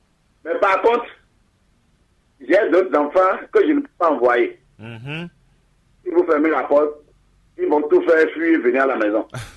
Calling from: Savalou, Collines, Benin; je suis de Savalou.

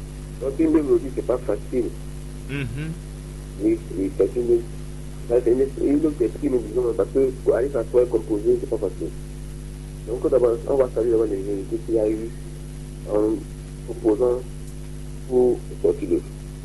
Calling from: Benin; first language Fon; French is a second language; C'est vrai que le fond prime surtout, c'est notre langue maternelle, c'est notre langue effectivement sur le Bénin.

